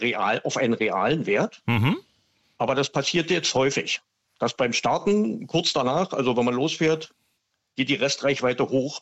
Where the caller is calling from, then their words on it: Frankfurt, Brandenburg, Germany; Aus Frankfurt